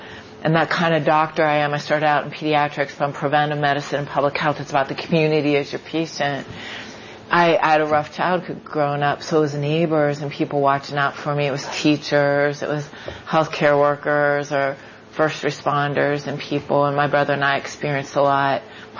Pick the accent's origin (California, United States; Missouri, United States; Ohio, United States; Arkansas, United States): Ohio, United States; Youngstown; I am an Ohio girl through and through. I grew up in Youngstown, Ohio, and my grandfather came here like a lot of folks from Europe to escape persecution, ended up in Youngstown in the steel mills.